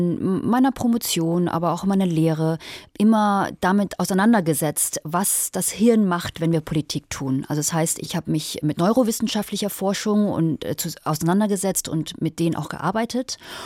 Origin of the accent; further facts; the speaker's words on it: Germany; also born or lived in England; ich bin ja asiatische Deutsche, aber auch durch den migratorischen Hintergrund meiner Eltern, die aus China kommen